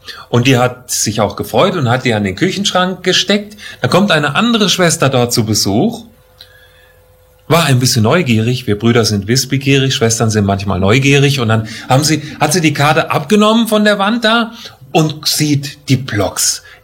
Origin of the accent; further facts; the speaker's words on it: Germany; wir als Deutsche.